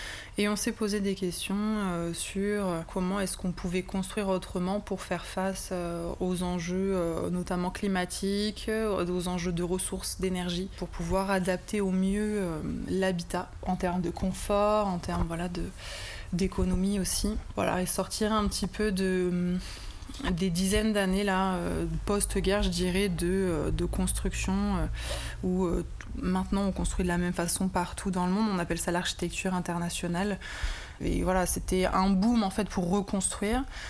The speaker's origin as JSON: {"language": "French", "town": "Perpignan", "region": "Occitanie", "country": "France", "said": "On n'est pas du tout de la région. Moi, je suis plutôt de Perpignan et mon mari, il est ch'ti."}